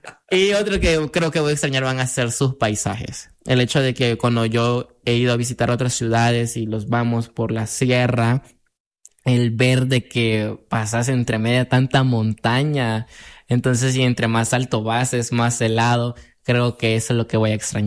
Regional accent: El Salvador; Y te preguntan, ¿de dónde eres? Y uno le dice, soy de El Salvador

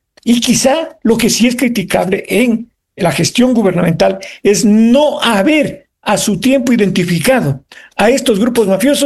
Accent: Ecuador

